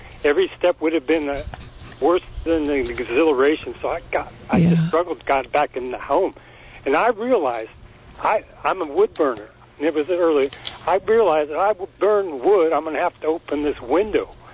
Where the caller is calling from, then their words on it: Royal Oaks, California, United States; I'm on the San Miguel Bonney area, which is 7 miles off of Moss Landing.